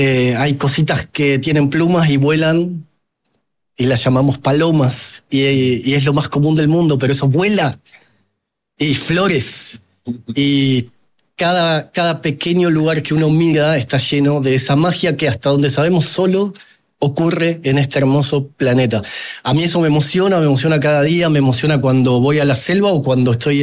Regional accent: Argentina; donde junto con un colega, yo soy de Argentina, un colega de Uruguay y uno de Chile, contamos nuestra experiencia

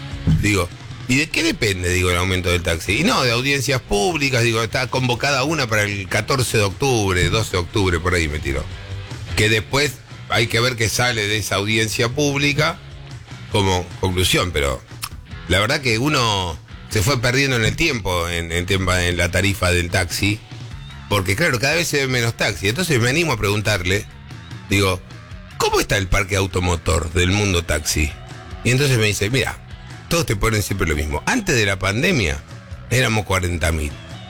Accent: Argentina; Soy argentino, pienso mal.

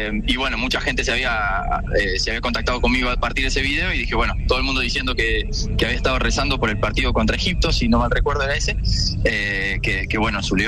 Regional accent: Argentina; nosotros como argentinos

